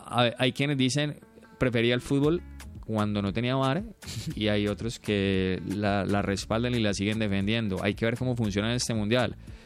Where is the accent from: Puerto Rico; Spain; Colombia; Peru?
Colombia; la cercanía de nosotros como colombianos